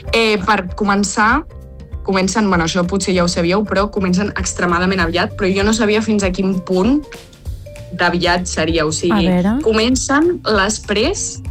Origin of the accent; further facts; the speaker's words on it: Catalonia, Spain; jo sóc una catalana rata